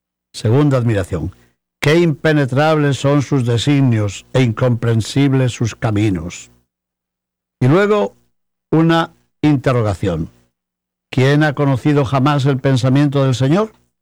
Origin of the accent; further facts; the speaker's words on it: Spain; Hace pocos días, en mi tierra, en España, en el noroeste de España sobre todo, nuestros ciudadanos han tenido ocasión de presenciar un eclipse de sol.